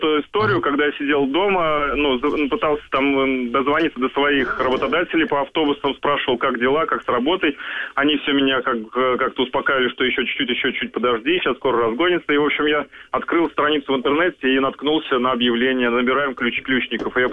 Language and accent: Russian; Tolyatti, Samara Oblast, Russia; now in Saint Petersburg, Russia; я из Петербурга, вот, приехал из Самарской области, из города Тольятти, там, где волжские автомобили делаются.